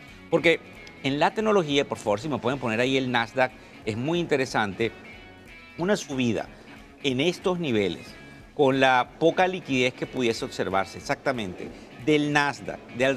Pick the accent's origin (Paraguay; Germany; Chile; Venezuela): Venezuela; accent: Venezuelan; porque a veces no se comprende por la rapidez del lenguaje mío, porque mi acento es venezolano